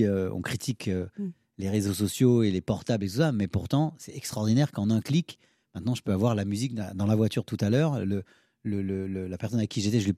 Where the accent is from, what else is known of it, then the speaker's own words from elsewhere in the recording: France; Et notre identité qui est française, parce qu'on est des Français